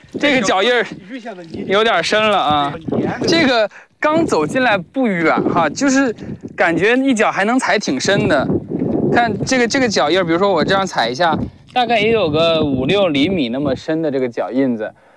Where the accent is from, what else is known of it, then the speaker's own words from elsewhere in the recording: China; moved away; 我是在黄河边长大的